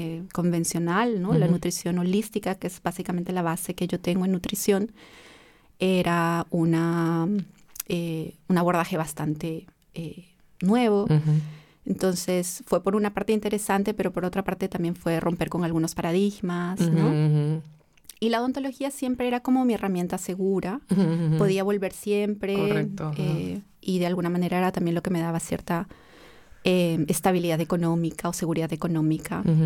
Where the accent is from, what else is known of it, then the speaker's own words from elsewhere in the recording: Peru; moved away; El volver a mi tierra y a mis raíces